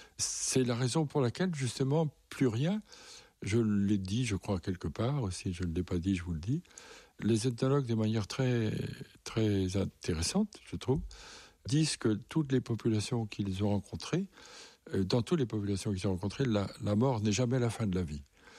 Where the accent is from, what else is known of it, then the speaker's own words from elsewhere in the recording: France; Alors j'ai dit, non, je suis français